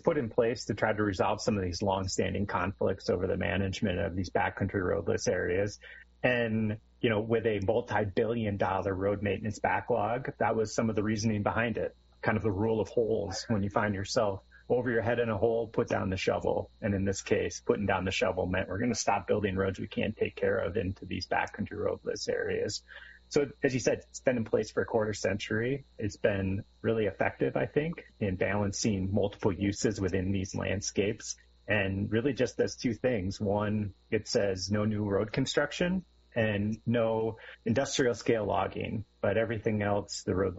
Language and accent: English; Michigan, United States; moved away as an adult; also born or lived in northern Wisconsin / northern Minnesota; now in Montana, United States; I grew up in Michigan and then went to college in northern Wisconsin